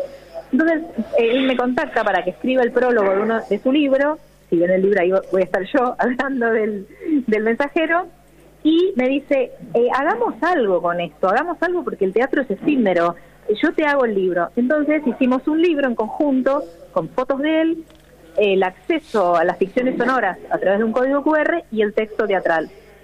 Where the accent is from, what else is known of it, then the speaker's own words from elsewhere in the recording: Trelew, Chubut, Argentina; moved away as an adult; yo soy de Trelew, viví toda mi infancia allá, luego me vine a estudiar acá